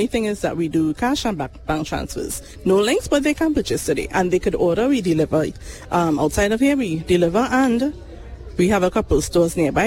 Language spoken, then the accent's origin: English; Arima, Trinidad & Tobago; We're from Arima.